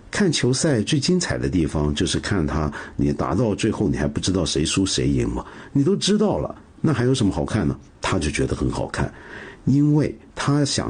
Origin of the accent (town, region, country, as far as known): China